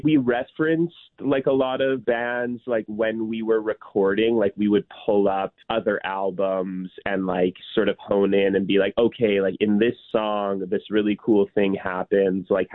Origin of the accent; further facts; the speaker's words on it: Winnipeg, Manitoba, Canada; We're all from Canada. We're all from Winnipeg specifically, actually.